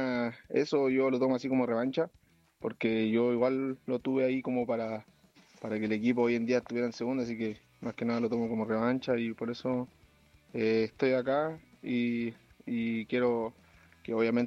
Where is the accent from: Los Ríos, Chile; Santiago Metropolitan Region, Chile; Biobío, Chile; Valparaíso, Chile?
Santiago Metropolitan Region, Chile; Santiago